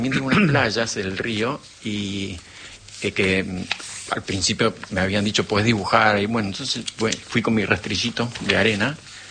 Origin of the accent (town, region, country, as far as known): Bariloche, Río Negro, Argentina; born or raised there